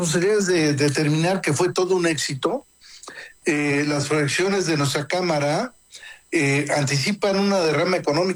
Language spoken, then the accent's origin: Spanish; Mexico; Tenemos grandes cualidades como mexicanos.